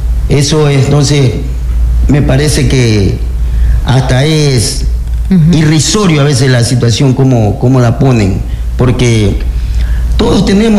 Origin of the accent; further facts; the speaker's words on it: Salinas, Santa Elena, Ecuador; Yo soy de Cantón Salinas, sí.